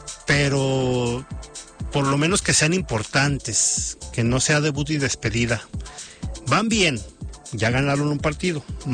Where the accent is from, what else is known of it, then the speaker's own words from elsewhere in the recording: Mexico; somos muchos mexicanos